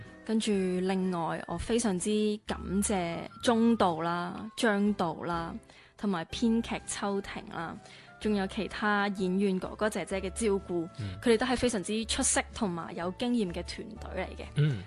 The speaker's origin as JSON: {"language": "Cantonese", "country": "Macau", "tie": "born or raised there", "said": "我和麥思玉一樣都是土生土長的澳門人，跟住出去打拼拼搏"}